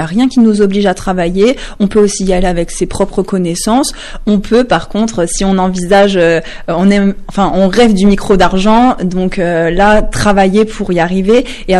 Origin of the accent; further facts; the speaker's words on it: Grand Est, France; Ah, je suis du Ucigny, j'y tiens.